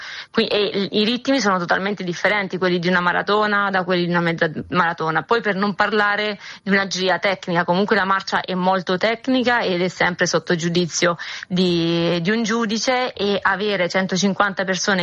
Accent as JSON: {"language": "Italian", "town": "Mottola", "region": "Apulia", "country": "Italy", "tie": "born or raised there", "moved": "as an adult", "lives_now": "Ostia, Italy", "said": "le origini e l'essere pugliese"}